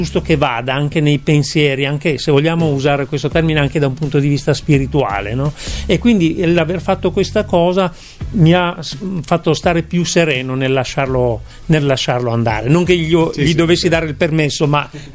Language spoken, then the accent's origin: Italian; Tolmezzo, Friuli-Venezia Giulia, Italy; born there; sono di origine molto molto mista, sono nato in Friuli a Tolmezzo, ma padre umbro, madre ligure